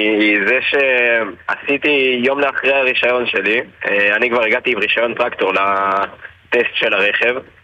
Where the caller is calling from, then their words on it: Alumim, Southern District, Israel; אני קיבוצניק מקיבוץ אלומים.